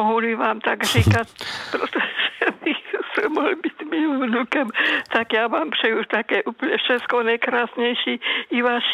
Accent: Svitavka, South Moravian Region, Czechia; A ve Svitavce, odkud pocházím, je zasvěcený kostel svatému Janu Křtiteli.

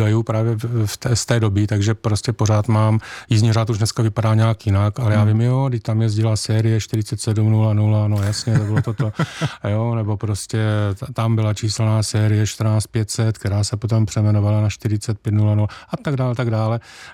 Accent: Rosice, South Moravian Region, Czechia; Já jsem se narodil v Rosicích u Brna, dnes tam opět žijí.

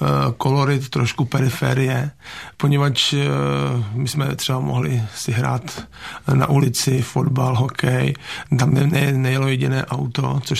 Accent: Prague, Czechia; A já jsem vyrůstal na Ořechovce, což je takové to jedno z prvních zahradních měst, které vyrostlo za první republiky a podělili se na tom významní čeští architekti.

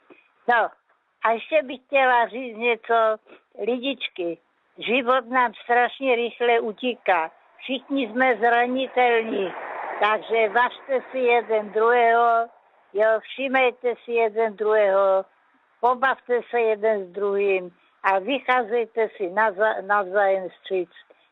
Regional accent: Krnov, Moravian-Silesian Region, Czechia; Bosku, já vás zdravím celý Olomouc, okolí Olomouce i Naháne, do Krnova, moje rodné města

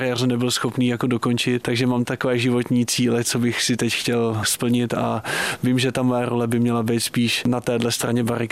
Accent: Dolní Dobrouč, Pardubice Region, Czechia; Žiju v Dolní Dobroučí, odkud pocházím.

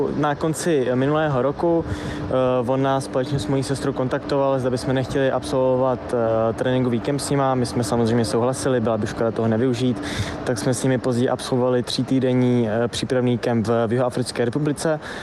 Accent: České Budějovice, South Bohemian Region, Czechia; Já jsem z Českých Bojovic, Luje z Tábora

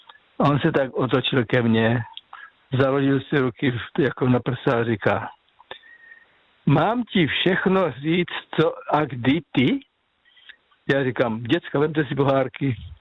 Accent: Moravian Slovakia, Czechia; já pocházím ze Slovácka, tam se říká stařenka, ne babička.

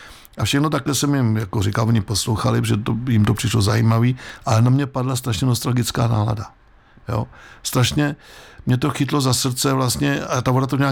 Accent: Most, Ústí nad Labem Region, Czechia; moved away; my jsme oba z Mostu. A já do toho Mostu, já už tam nikoho nemám.

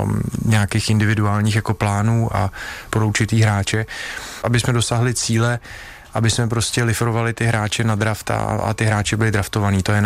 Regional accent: České Budějovice, South Bohemian Region, Czechia; já jsem se učil německy odmala, protože jsem vyrůstal v Českých Budějovicích a to bylo blíž k tomu Rakousku

